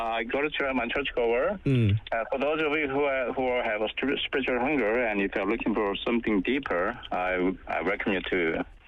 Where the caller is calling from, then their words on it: Yangsan, South Gyeongsang, South Korea; I live in Yangsan. I'm an English teacher. Actually, I'm a churchgoer